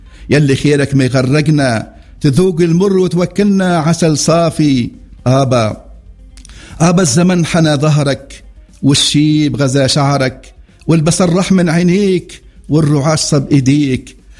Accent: Tunisia; بلادي تونس الخضرة

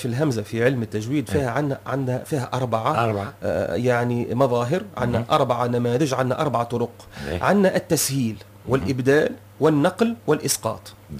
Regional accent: Tunisia; عندنا في تونس

